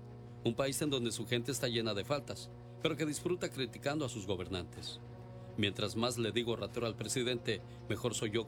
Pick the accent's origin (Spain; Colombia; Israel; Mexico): Mexico; moved away; Esta es una reflexión para todos nosotros que somos mexicanos y hemos llegado a un país donde queremos seguir llevando nuestros malos hábitos y nuestras viejas costumbres.